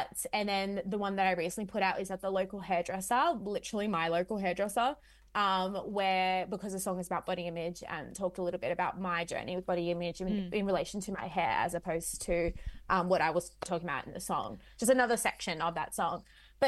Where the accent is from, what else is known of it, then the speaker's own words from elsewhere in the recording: Sydney, New South Wales, Australia; Where I'm from is a large part of myself. And I tried to run from that for years. Like, I never told anyone I was from Western Sydney.